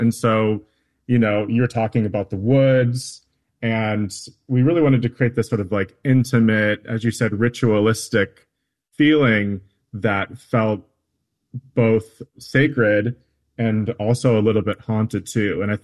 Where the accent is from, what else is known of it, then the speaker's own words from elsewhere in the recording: Twin Cities, Minnesota, United States; And you know, I didn't grow up on the reservation. I grew up in the Twin Cities.